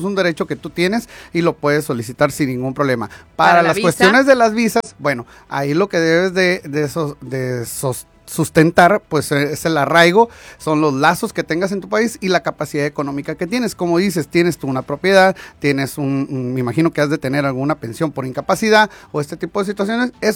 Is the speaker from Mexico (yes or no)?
yes; Mexico; muchas personas como mexicanos